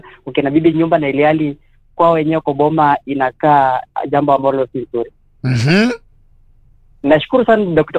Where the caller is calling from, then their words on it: Moi's Bridge, Uasin Gishu County, Kenya; Natoka maeneo ya Jabali, Mosbridge, Washingishu County.